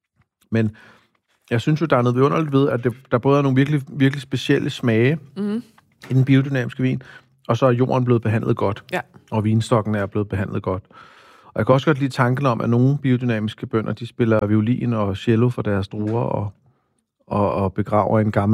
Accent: Greece; now in Denmark; Det er også en hilsen til min barndom i Grækenland.

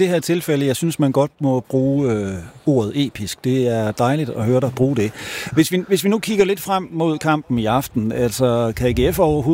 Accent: Aarhus, Central Denmark Region, Denmark; jeg er jo fra Aarhus

